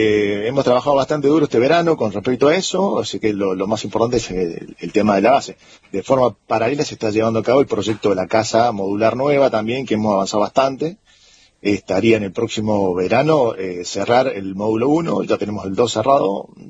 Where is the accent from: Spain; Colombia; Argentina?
Argentina; moved away as an adult; now in Antarctica; somos argentinos